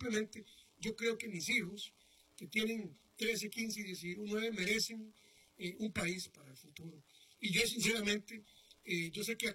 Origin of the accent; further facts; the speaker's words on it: Costa Rica; Yo en estos momentos soy un costarricense